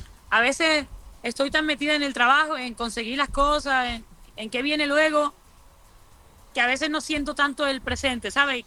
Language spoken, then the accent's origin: Spanish; Spain; now in Mexico; siento que tengo mucho que decir como mujer, como persona, como española, con mi manera de cantar, de interpretarlo